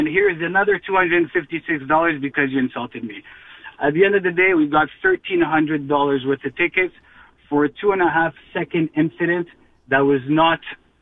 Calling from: Dollard-des-Ormeaux, Quebec, Canada; we are from the West Island in DDO, Dollar Desormo.

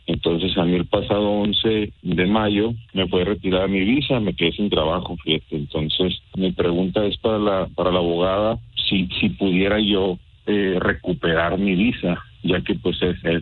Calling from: Tijuana, Baja California, Mexico; chofer de tráiler nacional. Soy de Tijuana.

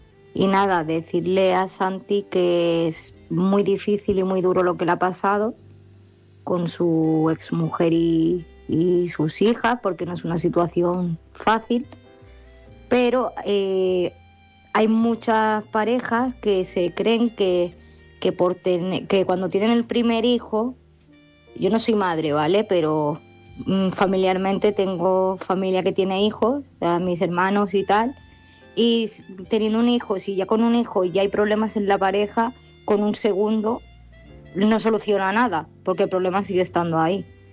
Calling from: Málaga, Andalusia, Spain; corresponsal de Málaga.

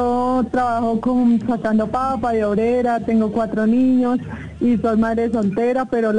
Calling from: Villapinzón, Cundinamarca, Colombia; En la vereda Satama, en Villapinzón.

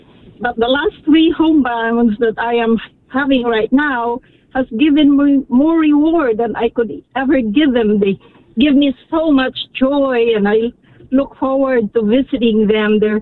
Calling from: Las Vegas, Nevada, United States; our parish here in Las Vegas, St. Anthony of Padua, Las Vegas Parish.

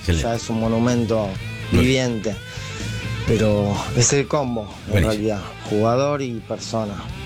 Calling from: Ramos Mejía, Buenos Aires Province, Argentina

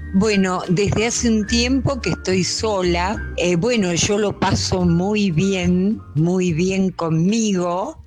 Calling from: Palermo, Buenos Aires, Argentina; de Palermo.

